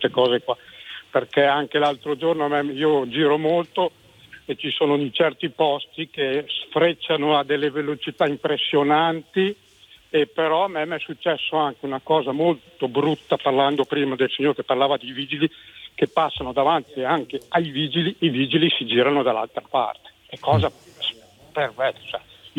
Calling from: Parma, Emilia-Romagna, Italy; Io sono di Parma.

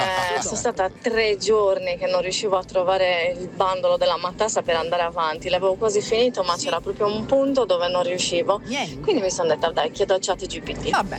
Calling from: Cagliari, Sardinia, Italy; da Cagliari.

